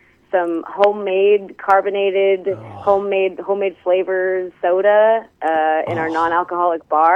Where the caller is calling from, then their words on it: Austin, Texas, United States; I'm calling from Austin, Texas